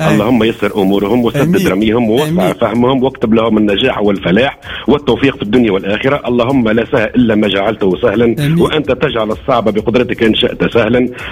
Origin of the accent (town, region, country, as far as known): Sfax Governorate, Tunisia